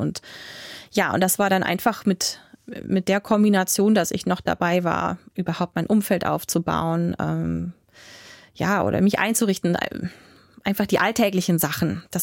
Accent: Rhineland, Germany; born there; moved away as an adult; also born or lived in Giessen, Hesse; Bin aus dem Rheinland nach Hessen gezogen.

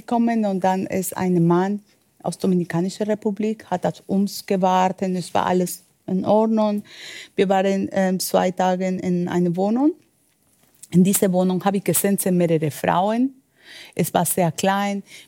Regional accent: Medellín, Antioquia, Colombia; German is a second language; moved away as an adult; now in Germany; Ich komme aus Medellin.

